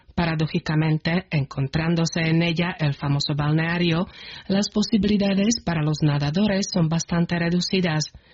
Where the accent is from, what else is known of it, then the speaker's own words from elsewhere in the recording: Piešťany, Trnava Region, Slovakia; moved away as an adult; Cuando vine a estudiar a Bratislava, a menudo tuve que nombrar mi ciudad natal, que es Piešťany.